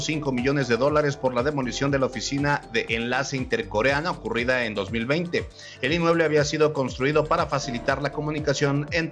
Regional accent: Mexico; Bueno, y lo que a nosotros nos interesa como mexicanos es ahorita el Día Internacional del Recalentado

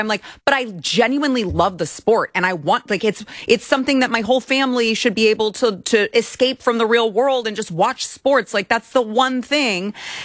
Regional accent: United States; I'm an American, damn it.

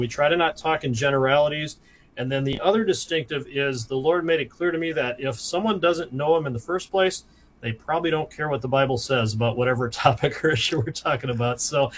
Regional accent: Wisconsin, United States; so I grew up in Wisconsin, and we called it forensics. I don't know what they call it in Texas, but that was speech, was forensics.

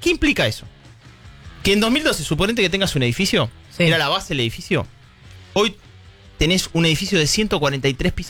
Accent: Argentina; Extraño muchísimo. Y veo que en mi país es muy lindo.

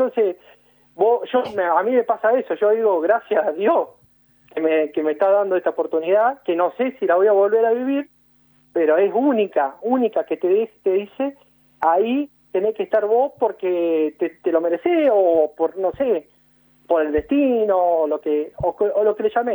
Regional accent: Buchardo, Córdoba, Argentina; hablamos con el veterinario de Lara La Alborada, Manuel Taguada, que es de mi pueblo, de Buchardo, somos amigos

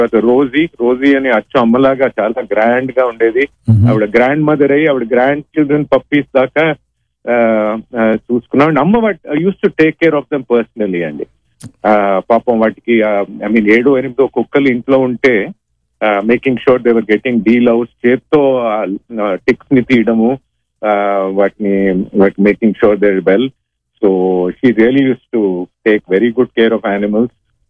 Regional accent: Hyderabad, Telangana, India; నేను చిన్నప్పుడు హైదరాబాద్ లో

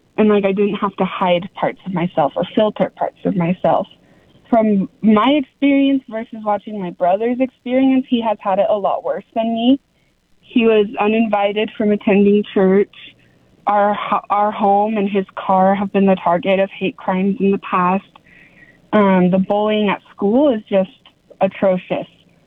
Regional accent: Heber City, Utah, United States; I was born and raised in Heber City, and that's something that I'm proud of.

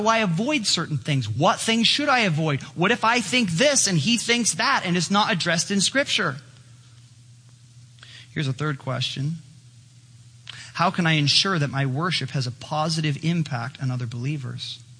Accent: Chicago, Illinois, United States; born or raised there

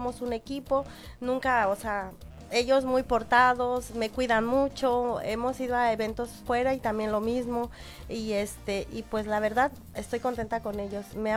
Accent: State of Mexico, Mexico; yo soy del Estado de México, no soy del Estado de Puebla

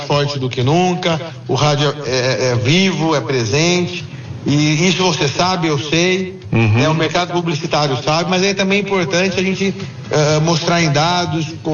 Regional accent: Campinas, São Paulo, Brazil; eu sou de Campinas, estou na presidência da ESP, é uma honra ser um campineiro na presidência da ESP, né?

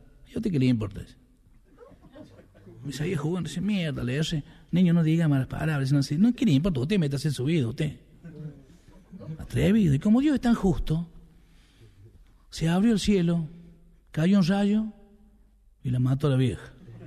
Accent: San Francisco, Córdoba, Argentina; Yo soy de San Francisco, ¿no? No California, acá. Mandaba Santa Fe. Hincha de Sportivo, era en San Francisco.

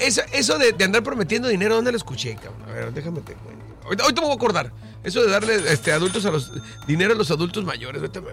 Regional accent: Mexico; Las medidas que toman no son populares para nosotros porque somos de este lado de la frontera.

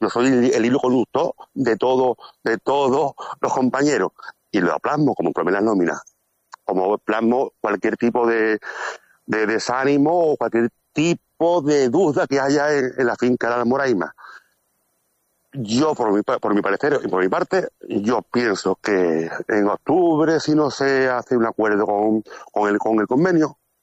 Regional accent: Castellar, Andalusia, Spain; somos de Castellá

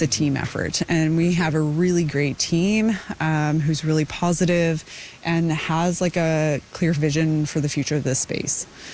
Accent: Hay River, Northwest Territories, Canada; Born and raised in Hay River. I ended up marrying a local, so that's kind of how I got involved being here.

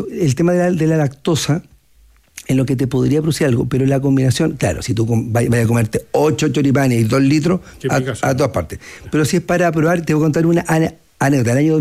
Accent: Temuco, Araucanía, Chile; born there; Yo nací en Temuco.

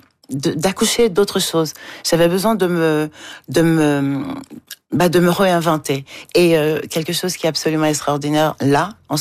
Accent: Douala, Littoral, Cameroon; Alors, à l'endroit où j'ai grandi à Douala, la littérature africaine n'était pas très disponible, à vrai dire.

